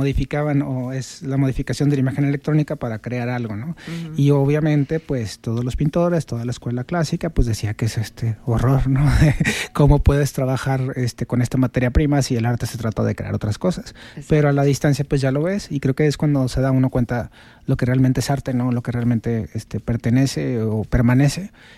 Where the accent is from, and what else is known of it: Mexico